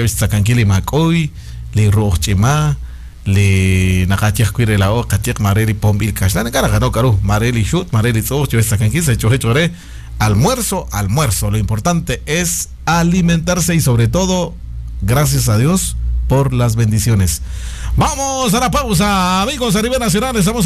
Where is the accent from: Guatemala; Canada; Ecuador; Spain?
Guatemala